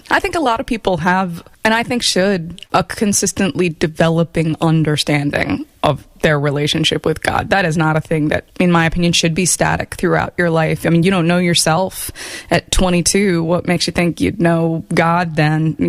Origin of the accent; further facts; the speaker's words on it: Randallstown, Maryland, United States; also born or lived in Owings Mills, Maryland / Catonsville, Maryland; So I grew up in a town called Randallstown, which is right along the city-county line. Moved out to Owings Mills in my teenage years, and then lived in Catonsville, right on the city-county line. Now I have returned to Owings Mills